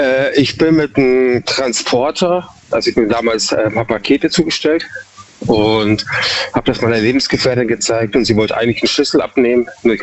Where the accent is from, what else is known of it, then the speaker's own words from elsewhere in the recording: Freiburg, Baden-Württemberg, Germany; Ich bin aus Freiburg.